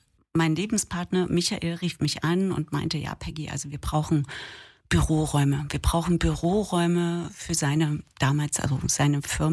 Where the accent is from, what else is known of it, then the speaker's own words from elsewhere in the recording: Thuringia, Germany; Ich bin in Thüringen aufgewachsen, also ich habe eine Ostbiografie, die ja immer ein bisschen spezieller ist, weil es eben da so viele Brüche gibt.